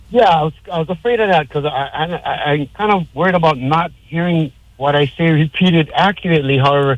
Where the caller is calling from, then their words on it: Hawaii, United States